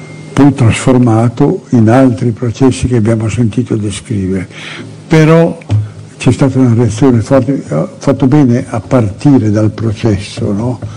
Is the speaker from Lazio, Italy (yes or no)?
no; Reggio Emilia, Emilia-Romagna, Italy; nella mia città natale Reggio Emilia, terra del tricolore